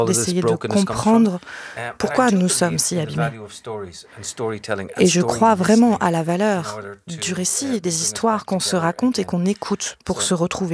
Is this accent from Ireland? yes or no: yes; Ireland; Mais moi, j'ai grandi en Irlande.